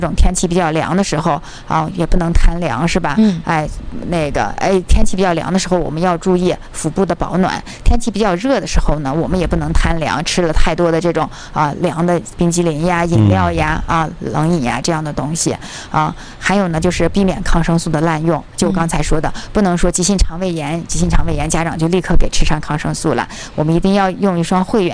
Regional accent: China; 我们中国人

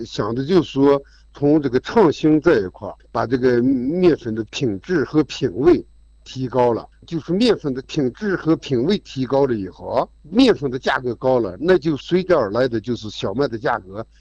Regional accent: Bayannur, Inner Mongolia, China; 作为一个巴彦淖尔市土生土长的农民

